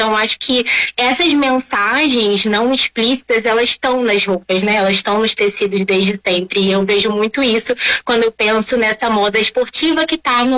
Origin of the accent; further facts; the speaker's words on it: Rio de Janeiro, Brazil; Eu sou aqui do Rio de Janeiro, da Zona Oeste, mais especificamente de Bangu. Então, aqui é um território muito quente, tá?